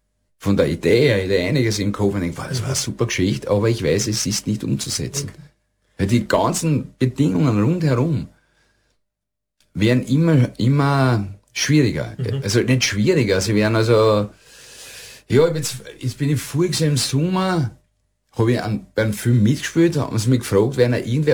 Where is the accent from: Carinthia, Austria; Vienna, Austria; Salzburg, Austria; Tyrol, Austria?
Vienna, Austria; Ich bin in Favoriten aufgewachsen